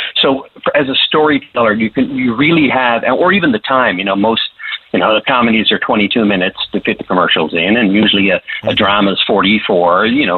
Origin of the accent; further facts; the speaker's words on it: Petty Harbor, Newfoundland and Labrador, Canada; because I'm from Petty Harbor. I'm from that small fishing community